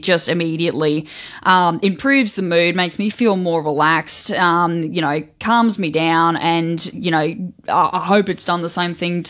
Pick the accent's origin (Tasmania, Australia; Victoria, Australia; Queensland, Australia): Queensland, Australia; Brisbane; not 4BU specifically because I grew up in Brisbane, but the same music that we play here on 4BU